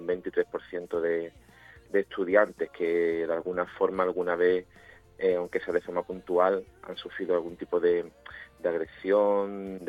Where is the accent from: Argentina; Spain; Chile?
Spain; Puerto Real, Andalusia; pero mira, se está haciendo esto en mi pueblo, en Puerto Real, en la asociación, el ayuntamiento, en mi pueblo